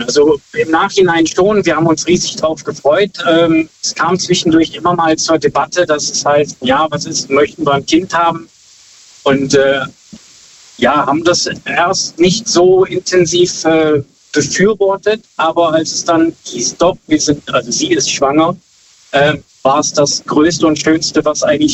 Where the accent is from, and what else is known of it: Brüggen, North Rhine-Westphalia, Germany